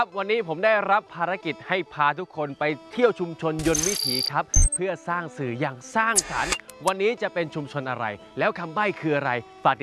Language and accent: Thai; Isan, Thailand; นี่อีสานแน่นอนบอกเลยนี่ผมพูดแล้วนะครับผมคนอีสานอยู่แล้ว